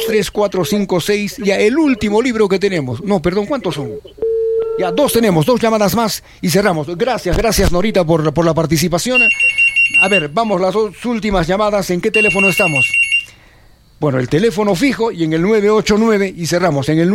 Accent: Arequipa, Peru; Estamos aquí en el límite del Cercado con Miraflores. Bueno, fácilmente somos arequipeños

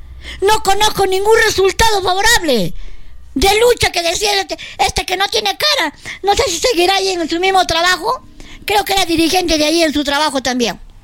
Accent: Peru

